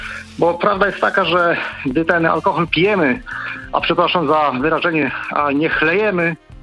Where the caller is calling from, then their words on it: Wrocław, Lower Silesian Voivodeship, Poland; też dzwonię z Wrocławia akurat.